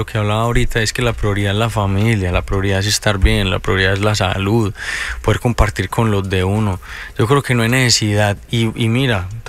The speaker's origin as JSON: {"language": "Spanish", "country": "Colombia"}